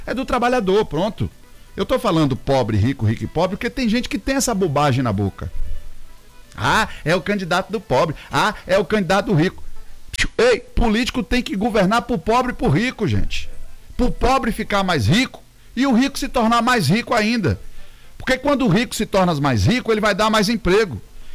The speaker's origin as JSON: {"language": "Portuguese", "region": "Bahia", "country": "Brazil", "said": "eu sou baiano e nordestino"}